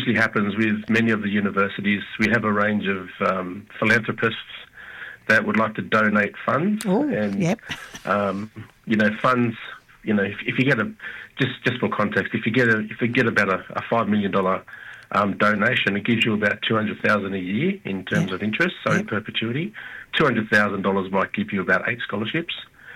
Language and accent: English; Wreck Bay, Jervis Bay Territory, Australia; also born or lived in Western Australia; now in Sydney, Australia; So I'm from Yuin, so Dunnage.